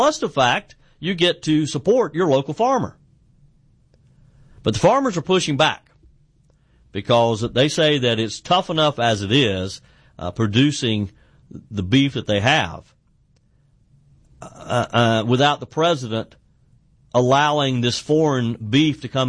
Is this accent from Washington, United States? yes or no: no; South Carolina, United States; say in my home state of the upstate of South Car